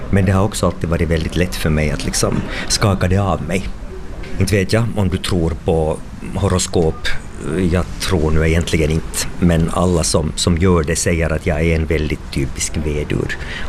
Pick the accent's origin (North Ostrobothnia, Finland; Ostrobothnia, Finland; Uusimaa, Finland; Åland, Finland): Uusimaa, Finland; Hanko; jag är från Hange, en blåsig udde 40 kilometer ut i Östersjön. I Hange blåser det alltid också om det inte blåser.